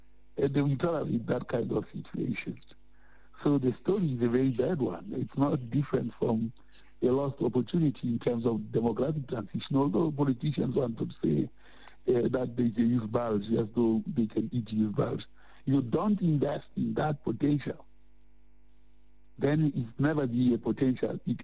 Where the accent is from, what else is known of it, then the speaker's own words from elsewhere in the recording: Lesotho; we have a 1976 cohort, which includes myself, although I come from Lesotho.